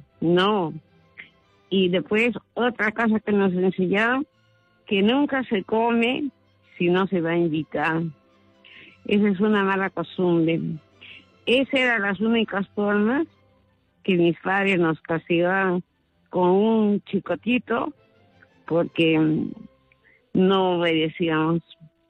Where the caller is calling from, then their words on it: Lima, Peru; De Puente Piedra llamo.